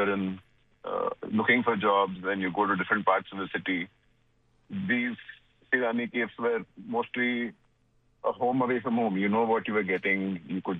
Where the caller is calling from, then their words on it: Begumpet, Telangana, India; I'm a journalist. I'm calling from Begumpet.